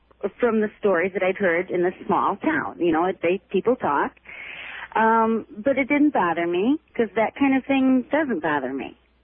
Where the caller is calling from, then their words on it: Jamestown, New York, United States; I'm calling from Jamestown, New York.